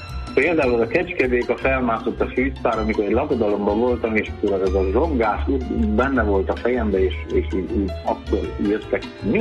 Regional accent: Karcag, Jász-Nagykun-Szolnok, Hungary; Karcagon születtem, és itt, tehát a gyermekkorom is itt is élek a mai napig.

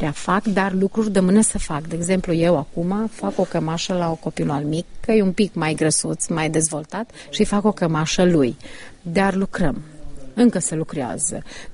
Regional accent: Coștei, Vojvodina, Serbia; Toată casa suntem români. În tot Coșteiul avem două căși unde se vorbesc cu doi gineri sârbește. În restul, în toată casa vorbim românește.

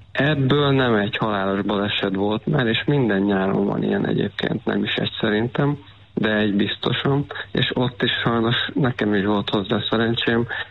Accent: Hungary; moved away; Én a Balatonnál nőttem fel. Nagyjából egy 30 évet éltem ott a közelében. De visszajárunk minden évben.

